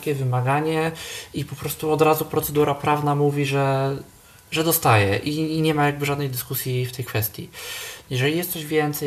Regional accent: Poznań, Greater Poland Voivodeship, Poland; u nas w Poznaniu

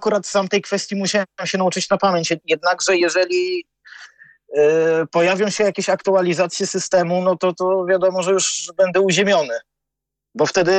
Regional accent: Bydgoszcz, Kuyavian-Pomeranian Voivodeship, Poland; u nas w Bydgoszczy

